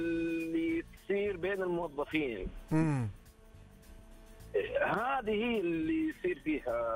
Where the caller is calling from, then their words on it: Riyadh, Riyadh Province, Saudi Arabia; انا اكلمك من الرياض.